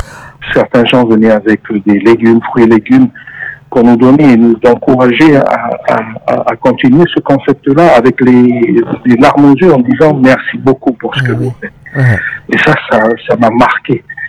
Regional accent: New Caledonia; born there; also born or lived in Tahiti

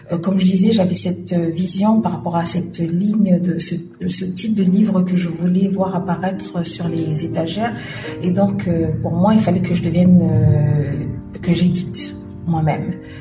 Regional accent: Lifou, Loyalty Islands Province, New Caledonia; moved away; also born or lived in New Zealand / Nouméa; on rentre au pays. Et donc avec les enfants, on rentre à Lifou.

